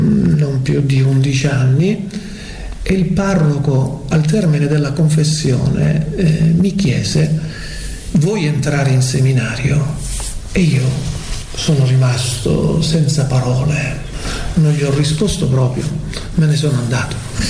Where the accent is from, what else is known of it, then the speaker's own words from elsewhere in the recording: Isola di Capo Rizzuto, Calabria, Italy; born there; now in Matera, Italy; Io sono di origine calabrese, sono nato a Isola di Capo Rizzuto, allora era provincia di Catanzaro, poi con la revisione che ci fu delle nuove province fu fatta provincia anche Crotone